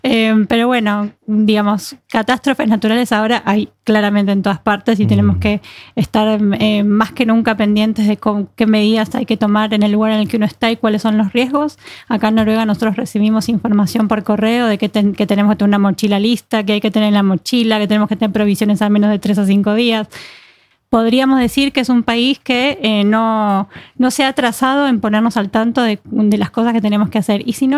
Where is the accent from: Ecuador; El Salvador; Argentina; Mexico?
Argentina; Buenos Aires; moved away; Yo soy originaria de Buenos Aires, de Auténtica Porteña, pero no bailo tango.